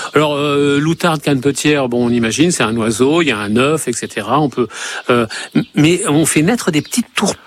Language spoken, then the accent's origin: French; Centre-Val de Loire, France; Chez nous, en Brenne, il y en a encore un petit peu.